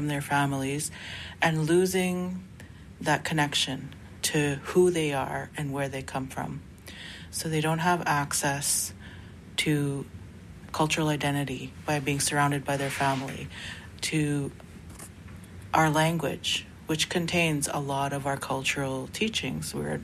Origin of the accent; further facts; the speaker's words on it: Grand Rapids, Manitoba, Canada; I grew up in Grand Rapids, the daughter of a fisherman